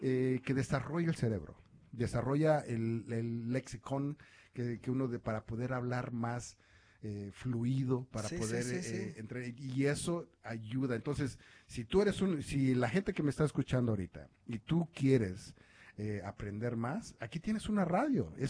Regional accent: Mexico; esa expresión original es algo que nos identificamos nosotros como mexicanos, latinos, que hablamos español.

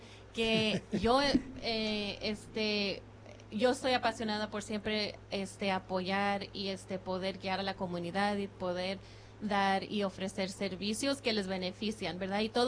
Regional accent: Mexico; born there; pues, yo soy nacida en México también, ¿verdad?

